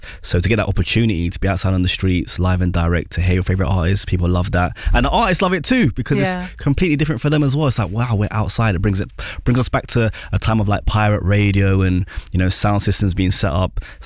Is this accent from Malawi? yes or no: no; London, United Kingdom; North London, my hometown, Wood Green